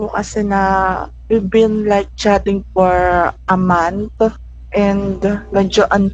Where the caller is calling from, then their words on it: Batangas, Calabarzon, Philippines; po from Batangas ko